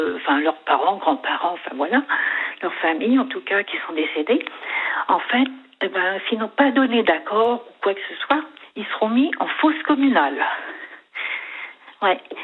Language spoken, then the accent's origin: French; Brittany, France; moved away; Alors, moi je vous appelle, je suis originaire des Côtes d'Armor aussi